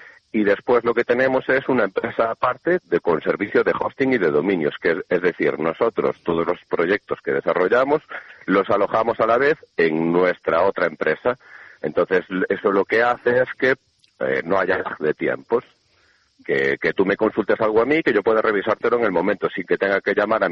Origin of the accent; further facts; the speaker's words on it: Galicia, Spain; somos gallegos